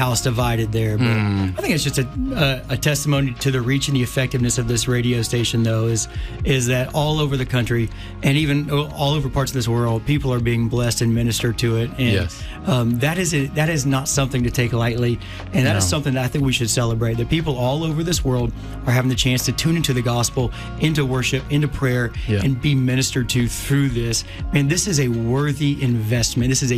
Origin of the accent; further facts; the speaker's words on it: Georgia, United States; I'm a Georgia boy.